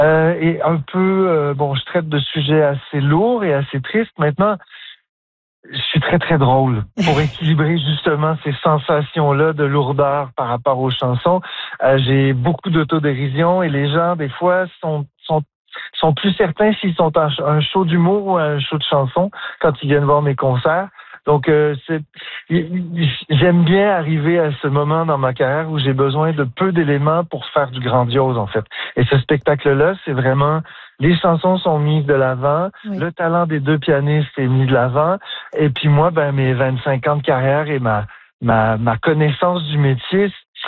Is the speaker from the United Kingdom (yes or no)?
no; Ottawa, Ontario, Canada; born or raised there